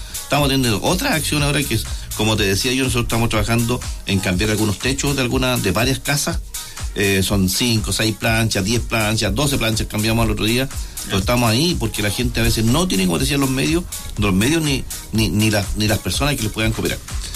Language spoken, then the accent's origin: Spanish; Viña del Mar, Valparaíso, Chile; now in Cañete, Chile; Yo vengo de Viña del Mar y nunca vi, ¿cierto?, el compromiso de los bomberos que tienen aquí en Cañete